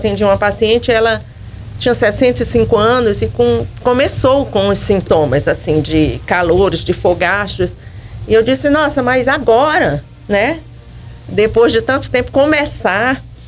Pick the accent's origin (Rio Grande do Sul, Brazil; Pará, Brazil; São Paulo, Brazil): Pará, Brazil; Belém; moved away as an adult; now in Uruaçu, Brazil; Eu nasci em Belém, formei lá na UFPA e fiz residência também lá na Santa Casa.